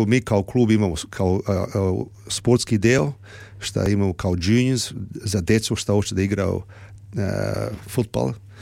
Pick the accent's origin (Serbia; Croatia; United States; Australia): Australia; Sydney, New South Wales; kad sam ja kao dijete porastao u Sidneju, bili su male klubovi, kao Kennyville, Granville, Hoxton Park, Manor Vale.